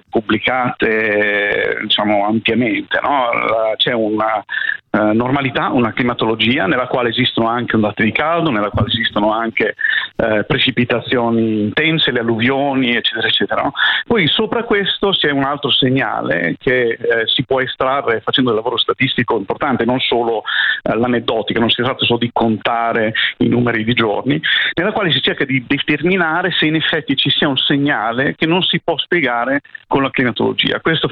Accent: Bologna, Emilia-Romagna, Italy; Faccio un esempio: Bologna, che lei cita, come voi potete sentire dall'accento, io sono di Bologna.

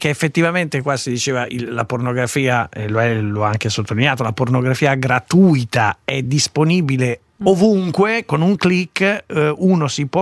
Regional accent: Milan, Lombardy, Italy; visto che noi siamo milanesi

